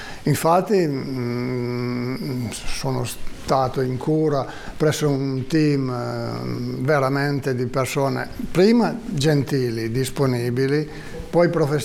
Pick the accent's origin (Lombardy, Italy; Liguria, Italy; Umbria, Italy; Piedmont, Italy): Piedmont, Italy; moved away; Vengo da fuori regione, vengo dal Piemonte, vengo dall'Albese, dove ci sono buoni vini che non posso più bere.